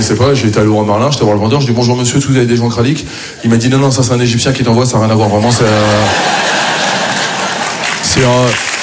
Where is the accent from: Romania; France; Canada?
France